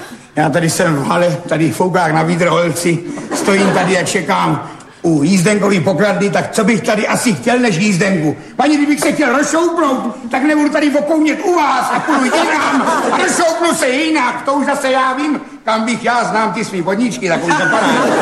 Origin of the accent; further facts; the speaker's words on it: Brno, South Moravian Region, Czechia; No to byl z Brna, já jsem taky z Brna. Rodáci z Brna jsme. Tam jsme jí chodili s Jandou do školy.